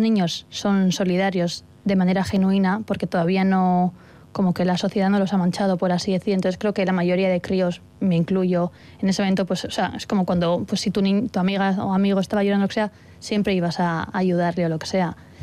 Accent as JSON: {"language": "Spanish", "town": "San Sebastián", "region": "Basque Country", "country": "Spain", "said": "fue la primera vez que yo soy de Donosti, entonces la primera vez que salía de casa durante 4 años, eso, a apañártelas tú, fuera de casa"}